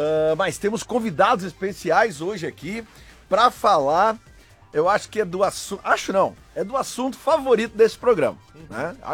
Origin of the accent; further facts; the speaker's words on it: Rio Grande do Sul, Brazil; Porque às vezes a gente fala isso aqui, a gente considera isso aqui, porque nós somos gaúchos, nos chamam de bairrista, de exagerado.